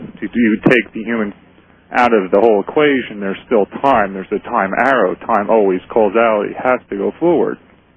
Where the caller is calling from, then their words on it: Philadelphia, Pennsylvania, United States; I'm from Philadelphia